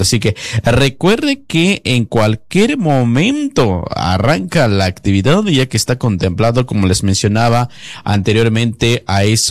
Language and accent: Spanish; Guatemala; en diferentes municipios que los identifica como guatemaltecos que somos, ¿verdad?